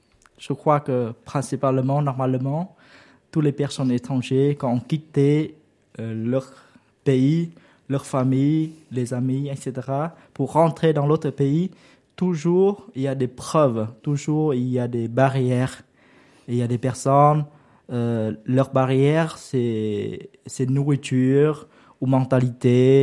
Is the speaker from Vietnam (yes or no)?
yes; Vietnam; French is a second language; moved away as an adult; now in France; le jour que je quittais au Vietnam